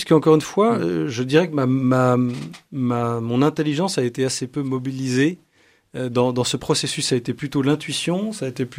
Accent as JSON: {"language": "French", "town": "Vannes", "region": "Brittany", "country": "France", "tie": "born there", "said": "Voilà, écoutez, j'ai des origines bretonnes, je suis né à Vannes dans le Morbihan. Dans une belle région, et aussi normande."}